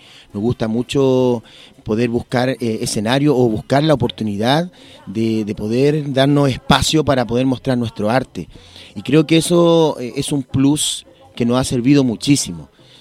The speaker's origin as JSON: {"language": "Spanish", "country": "Chile", "said": "yo soy chileno, de tomo y lomo"}